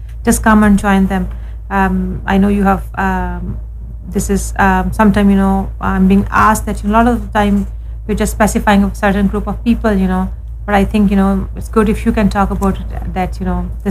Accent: Pakistan; now in Ireland; I'm originally from Pakistan.

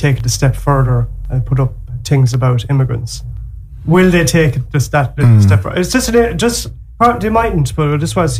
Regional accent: Philippines; I'm a health worker, I love the Union, I'm from the Philippines, I've nothing to do with this, don't burn out my house.

